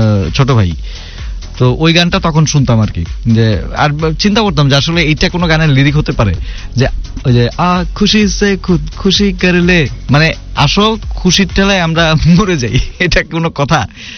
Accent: Bulgaria; আমি বাংলাদেশি ভাই, আমি চাইনিজ ভাষা বুঝি না

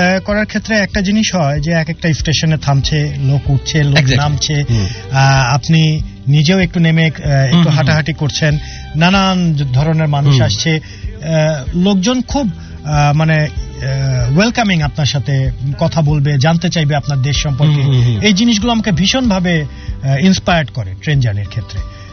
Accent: Bangladesh

